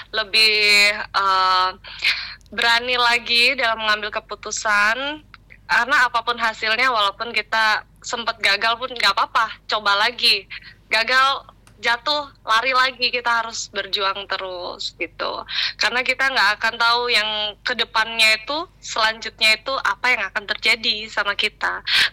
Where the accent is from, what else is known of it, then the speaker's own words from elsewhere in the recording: Jember, East Java, Indonesia; Dari kampung halaman saya sendiri